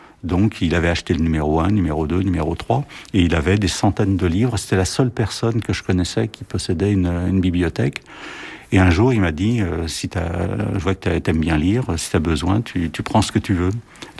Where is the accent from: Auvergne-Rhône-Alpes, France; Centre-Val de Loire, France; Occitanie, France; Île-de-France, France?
Île-de-France, France; Saint-Denis; Et donc là, j'ai trouvé un travail à Saint-Denis, donc dans ma ville natale